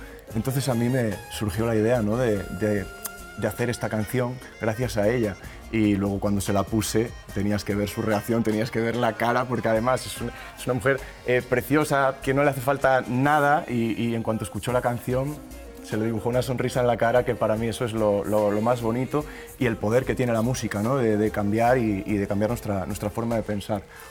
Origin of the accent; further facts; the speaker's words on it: Tui, Galicia, Spain; accent: Galician; el 15 de agosto en Tui, en mi tierra, que es en Galicia, y es, bueno, qué decirte, un concierto muy especial para mí porque es donde me crié